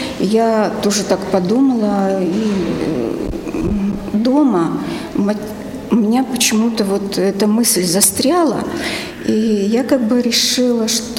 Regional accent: Revda, Sverdlovsk Oblast, Russia; Да, о малой родине, о городе Ревде, о том, что там осталось в памяти, о том, что я помнила о школе, о своих друзьях, о доме.

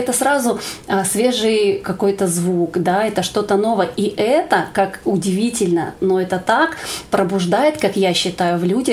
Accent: Siberia, Russia; большая моя любовь – это моя малая родина. Это несмотря на то, что я уже более 15 лет проживаю в центральном регионе, я очень люблю Сибирь.

